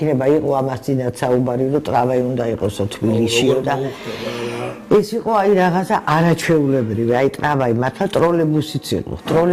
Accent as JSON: {"language": "Georgian", "region": "Tbilisi", "country": "Georgia", "tie": "born there", "said": "ეხა მე აქ ხოცხოვრობდი ვერასე"}